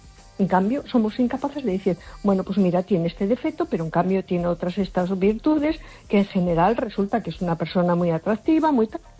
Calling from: Spain

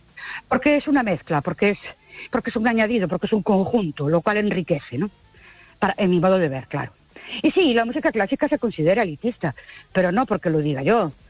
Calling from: Ourense, Galicia, Spain; de Ourense.

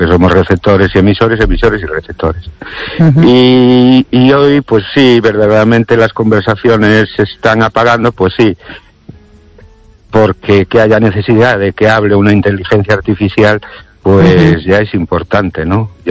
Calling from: Ourense, Galicia, Spain; Buenas noches, Esther y oyentes … de Orense.

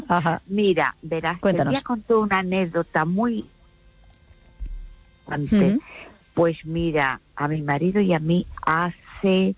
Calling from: A Coruña, Galicia, Spain; soy … de la Coruña.

